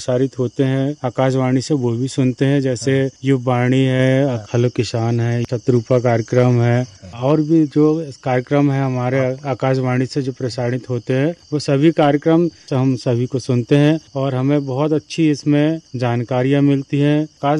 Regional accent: Bangaon, Madhya Pradesh, India; मैं ग्राम बनगांव से हूँ, जिला छिंदवाड़ा।

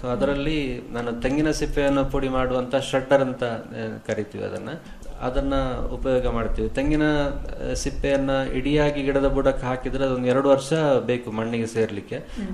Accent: Puttur, Karnataka, India; ದಕ್ಷಿಣ ಕನ್ನಡ ಜಿಲ್ಲೆಯ ಪುತ್ತೂರು ನನ್ನ ಊರು.

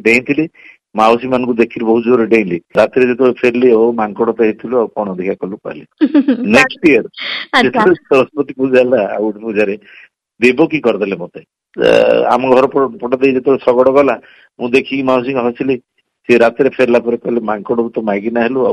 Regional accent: Kutapada, Odisha, India; born there; କୁଟପାଡ ମୋର ଜନ୍ମସ୍ଥାନ, ସେଠି ପୌଷ ପୂର୍ଣ୍ଣିମା ହୁଏ

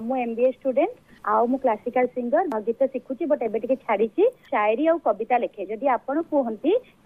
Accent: Bhubaneswar, Odisha, India; And I am from Bhubaneswar. ମୁଁ ଭୁବନେଶ୍ୱରରୁ କହୁଛି।

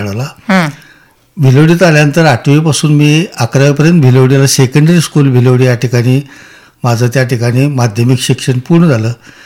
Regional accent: Kini, Maharashtra, India; also born or lived in Bhilodi; माझं मूळ गाव किणी आहे

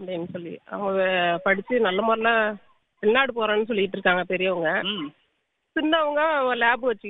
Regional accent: Veppathur, Tamil Nadu, India; born there; moved away as an adult; நான் பிறந்த ஊர் வேப்பத்தூர்.

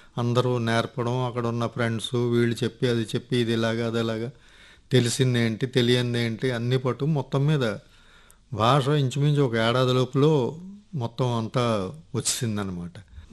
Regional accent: Kakinada, Andhra Pradesh, India; also born or lived in Madhyavalasa; నేను మధ్య వలసలో పుట్టాను, శ్రీకాకుళం జిల్లా. అక్కడి నుంచి కాకినాడ మేనమావ తీసుకెళ్ళి 6వ క్లాస్ నుంచి ఆ కాకినాడలోనే చదివించారు.

